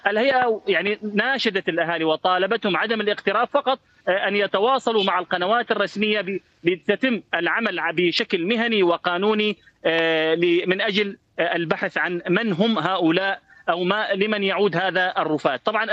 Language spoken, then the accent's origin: Arabic; Deir ez-Zor Governorate, Syria